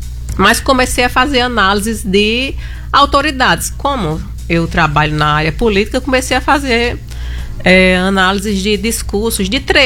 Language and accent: Portuguese; Northeast Brazil, Brazil; nós nordestinos, graças a Deus, estamos nos assumindo.